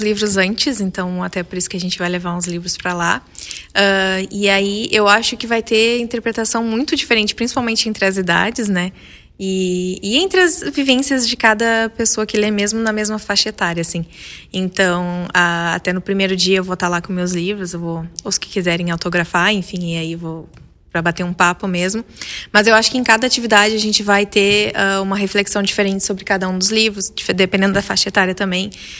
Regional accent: Brazil; nós somos brasileiros.

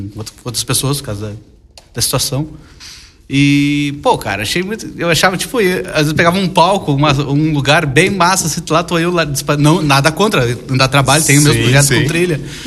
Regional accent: Rio Grande, Rio Grande do Sul, Brazil; nós somos de Rio Grande

